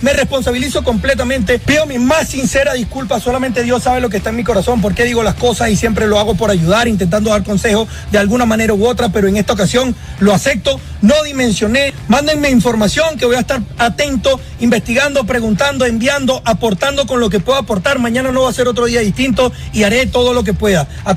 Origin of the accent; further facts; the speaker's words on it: Acarigua, Portuguesa, Venezuela; now in Caracas, Venezuela; son unos compatriotas de Acarigua, Araure, son de mi ciudad natal